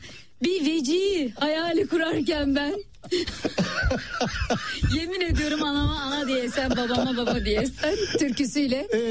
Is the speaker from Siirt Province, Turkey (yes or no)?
yes; Siirt Province, Turkey; Onlar da Kayserililer biz Siirtliyiz.